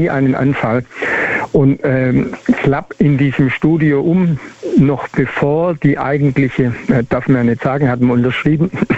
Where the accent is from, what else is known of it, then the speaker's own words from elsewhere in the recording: Schwäbisch Gmünd, Baden-Württemberg, Germany; Aus Schwäbisch Gmünd.